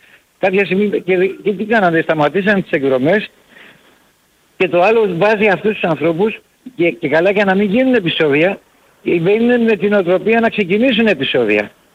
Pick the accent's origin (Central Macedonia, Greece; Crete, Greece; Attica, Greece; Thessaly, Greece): Attica, Greece; Piraeus; Έλα, Βαγγέλη … φίλε από Πειραιά.